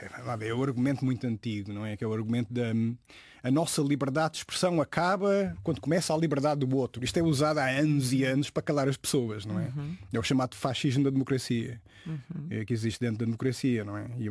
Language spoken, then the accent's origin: Portuguese; Évora, Alentejo, Portugal; Não. Eu vim de Évora com...